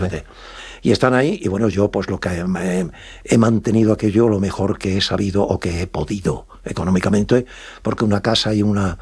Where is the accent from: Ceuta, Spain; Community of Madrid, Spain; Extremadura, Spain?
Extremadura, Spain; Los extremeños hablamos con un acento como tienen los andaluces, o como tienen los asturianos, o como tienen los gallegos. Cada uno tiene su propio estilo, sí, de pueblo, es decir, lo que has heredado.